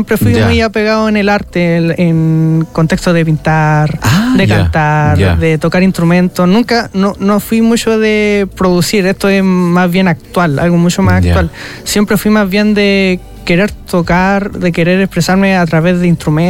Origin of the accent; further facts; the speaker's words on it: Caimanes, Coquimbo, Chile; soy de Caimanes